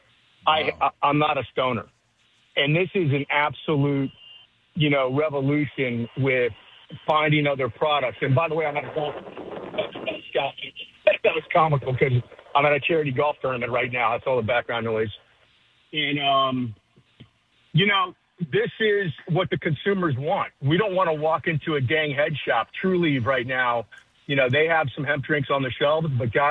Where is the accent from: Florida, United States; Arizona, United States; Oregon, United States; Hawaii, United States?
Florida, United States; Miami; now in Jacksonville, United States; I'm originally from Miami as well.